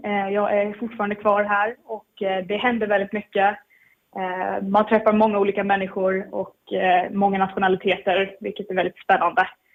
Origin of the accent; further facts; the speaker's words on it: Åland Islands; moved away as an adult; now in Brussels, Belgium; även som en liten tjej från Åland